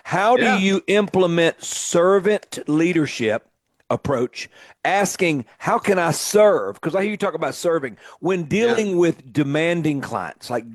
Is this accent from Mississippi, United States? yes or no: yes; Mississippi, United States; born or raised there